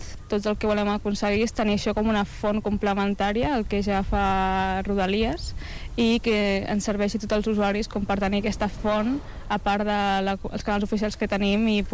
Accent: Badalona, Catalonia, Spain; Jo soc de Badalona

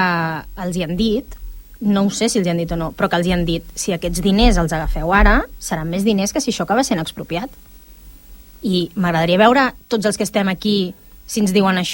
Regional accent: El Prat de Llobregat, Catalonia, Spain

